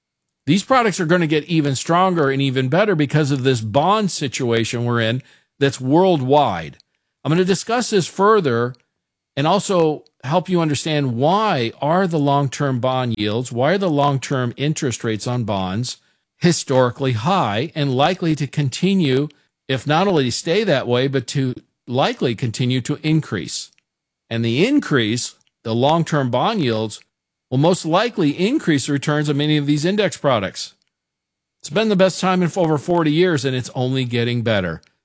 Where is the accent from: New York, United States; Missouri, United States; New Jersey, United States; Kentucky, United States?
Missouri, United States; Kansas City; born there; I'm like, "No, I was born in Kansas City, Missouri." So I'm as American as it comes, but I am half Hungarian, my dad's heritage, something I'm proud of.